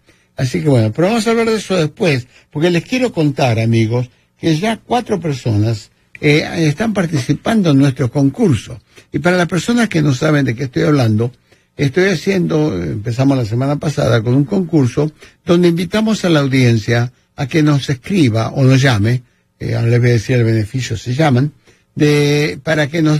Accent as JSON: {"language": "Spanish", "country": "Argentina", "said": "Yo como argentino estoy celebrando, maravilloso"}